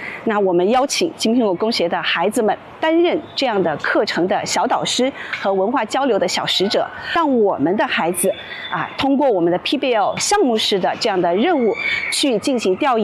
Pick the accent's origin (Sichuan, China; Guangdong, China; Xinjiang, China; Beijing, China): Sichuan, China; 了解我们四川人本地的一些生活智慧和生活哲理。